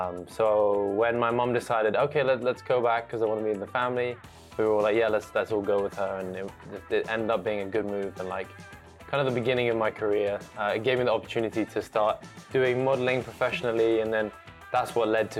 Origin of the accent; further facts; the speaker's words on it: Surrey, South East England, United Kingdom; also born or lived in Dublin, Ireland / Hong Kong; now in Thailand; And then we moved straight to the UK. I grew up in Surrey, and then moved to Hong Kong, and then moved to Thailand for work.